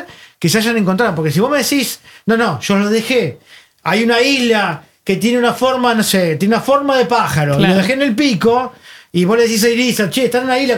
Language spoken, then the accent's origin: Spanish; Buenos Aires, Argentina; La UTN, en la Facultad Regional de Buenos Aires. Porque soy de Buenos Aires.